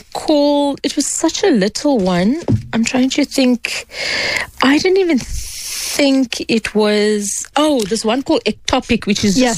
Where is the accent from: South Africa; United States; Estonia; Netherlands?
South Africa; a Muslim woman, Muslim Indian woman growing up in South Africa